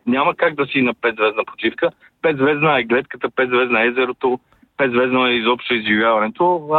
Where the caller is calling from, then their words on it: Sofia, Sofia City, Bulgaria; от София.